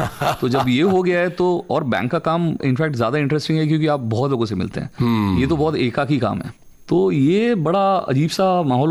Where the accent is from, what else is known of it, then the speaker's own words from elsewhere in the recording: Attabira, Odisha, India; also born or lived in Bhilai; तब तक हम उड़ीसा शिफ्ट हो चुके थे भिलाई से, और ये बहुत छोटा सा गांव था, इसका नाम आताबिरा है, मतलब वहाँ आप … आताबिरा लिख के चिट्ठी डालिए मेरे घर आ जाती थी